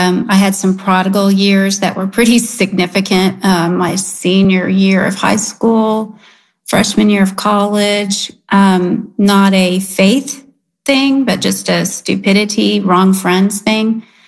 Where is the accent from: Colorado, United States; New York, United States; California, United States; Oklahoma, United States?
Oklahoma, United States; Well, I'm an Oklahoman bred through and through. I even have an eighth of a Cherokee, native Cherokee, in our family.